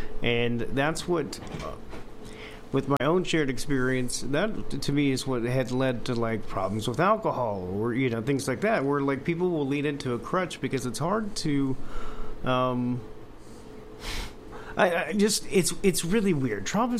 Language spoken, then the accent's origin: English; Midwest, United States; I'm from the Midwest